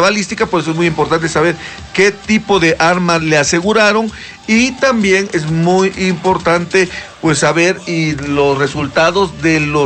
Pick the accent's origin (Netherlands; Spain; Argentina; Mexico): Mexico; como somos los mexicanos